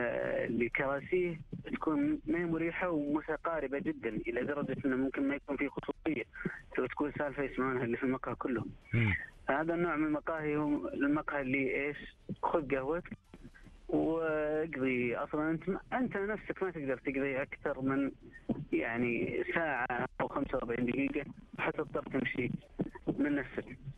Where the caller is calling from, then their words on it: Riyadh, Riyadh Province, Saudi Arabia; من الرياض.